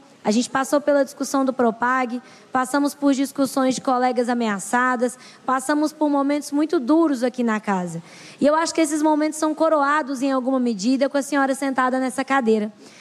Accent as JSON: {"language": "Portuguese", "town": "Divinópolis", "region": "Minas Gerais", "country": "Brazil", "said": "Eu sou de Divinópolis e a gente está pertinho aqui de BH."}